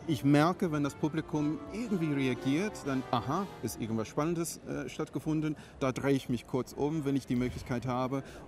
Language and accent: German; England, United Kingdom; German is a second language; now in Aachen, Germany; Ich bin ein großer James Bond Fan, natürlich als Engländer.